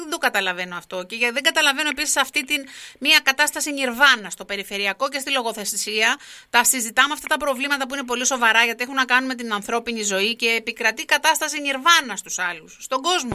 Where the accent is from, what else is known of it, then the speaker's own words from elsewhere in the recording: Greece; έχω την εντύπωση ως Ελληνίδα πολίτης